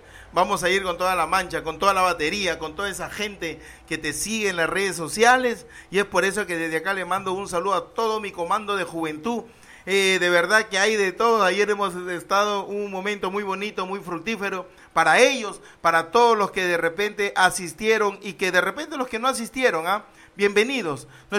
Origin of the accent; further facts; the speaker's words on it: Tucumán, Argentina; A veces nosotros, como tucumanos, estamos ahí y de repente tenemos que aportar.